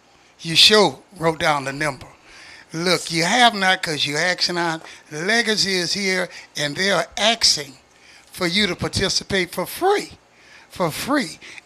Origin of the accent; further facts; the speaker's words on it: Port Arthur, Texas, United States; I'm from Port Arthur.